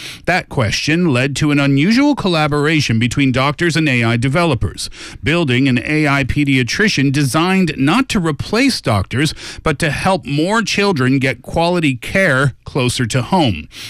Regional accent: Canada; We had this in Canada too. My hometown is only 1,000 people, right? So I remember when I was a kid, if it was super basic, we would go to the local clinic.

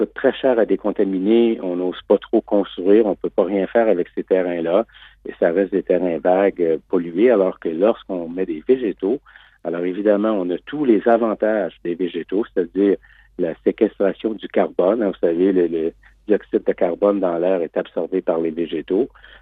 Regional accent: Canada; pour nous qui avons la chance de voyager, d'aller souvent en Chine quand on est Canadien

